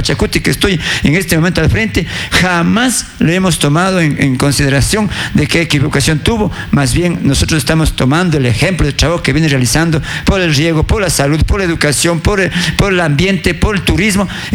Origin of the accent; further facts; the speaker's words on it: Ecuador; de mi cantón, de mi tierra, que es el Sucre